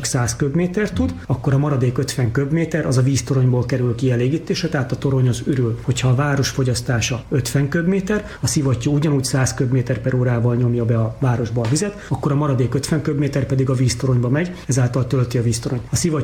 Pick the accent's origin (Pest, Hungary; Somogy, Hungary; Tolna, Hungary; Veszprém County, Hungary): Somogy, Hungary; Siófok; now in Debrecen, Hungary; azért van az asztalom, mert én Siófokról származom, korábban az ott lévő vízműnél dolgoztam